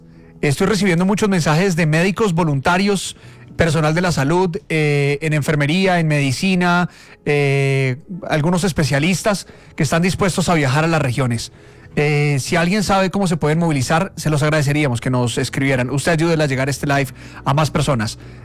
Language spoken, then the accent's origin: Spanish; Colombia; unámonos como colombianos